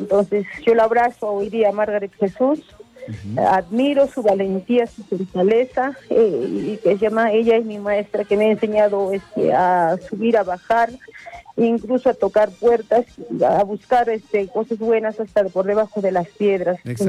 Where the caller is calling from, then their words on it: Sachaca, Arequipa, Peru; Le estoy llamando de Sachaca.